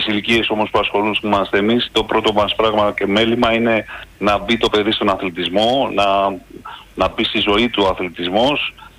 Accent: Korydallos, Nikaia, Attica, Greece; Αγαπάω τον Πειραιά, αγαπάω την περιοχή μου, τον Κορυδαλό, την Νίκαια.

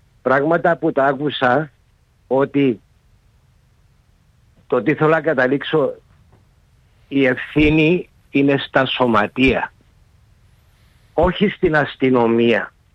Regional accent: London, United Kingdom; now in Cyprus; εγώ μεγάλωσα στο Χάιπουρι, δίπλα μου το Χάιπουρι, μέσα και έξω.

